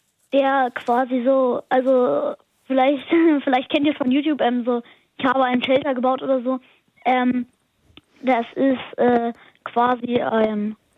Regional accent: Lower Saxony, Germany; Ich komme aus dem Landkreis Lüchow-Dannenberg und wohne im Dorf Marmäusel.

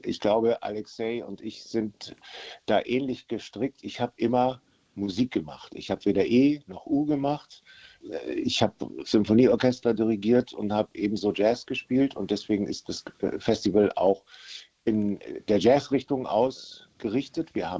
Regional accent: Cuxhaven, Lower Saxony, Germany; also born or lived in Hamburg; weil ich bin hier aufgewachsen, als Hamburger, aber in Cuxhaven aufgewachsen

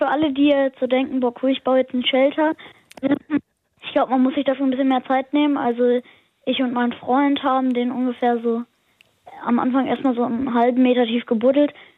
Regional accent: Lower Saxony, Germany

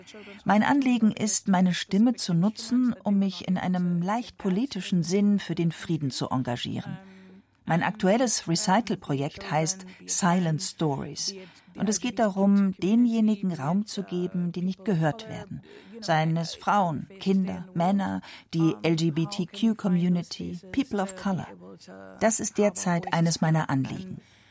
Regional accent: Trinidad & Tobago; German is a second language; now in Europe; Nach Trinidad komme ich nicht so häufig, aber ich vermisse meine Heimat sehr. Gleichzeitig habe ich hier in Europa gute Orte gefunden, besonders in Bayern und in der Schweiz.

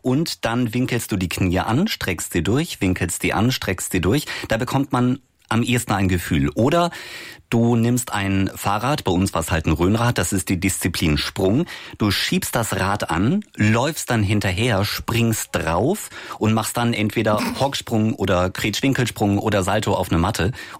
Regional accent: Taunusstein, Hesse, Germany; ich komme aus Taunusstein, das ist bei Wiesbaden

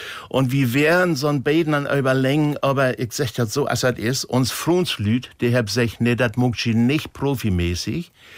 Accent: Klein Nordende, Schleswig-Holstein, Germany; Das ist bei uns in Dörben, Klein Nordende, liegt wie im Zorn, 30

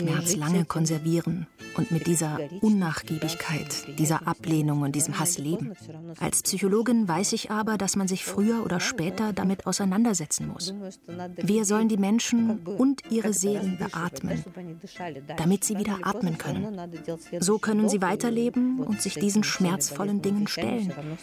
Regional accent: Ukraine; German is a second language; also born or lived in Russia; now in Germany; Ich bin Ukrainerin mit russischer Staatsangehörigkeit und lebe seit 26 Jahren in Deutschland. Ich kenne die ukrainische Lebensweise sehr gut.

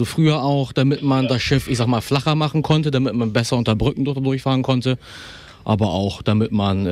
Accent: Lower Saxony, Germany; moved away as an adult; now in Hamburg, Germany; Ich komme ursprünglich aus Ostfriesland, von der Insel. Und dann bin ich nach Hamburg gezogen

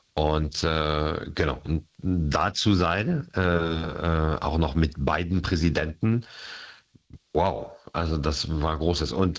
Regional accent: Paris, Île-de-France, France; Also ich habe das als Kind in Paris immer gesehen, diese Kolonnen, und habe mir gedacht, eines Tages möchte ich drin sein

